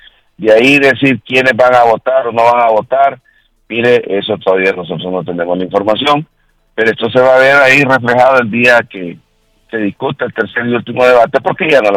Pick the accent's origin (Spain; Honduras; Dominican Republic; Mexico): Honduras; somos hondureños